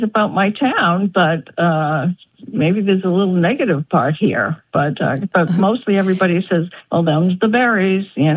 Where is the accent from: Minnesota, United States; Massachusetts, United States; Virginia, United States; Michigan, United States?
Massachusetts, United States; Arlington; also born or lived in New York City; So I grew up in Boston, or a town outside of Boston, Arlington. And in the early 80s, I moved to New York City.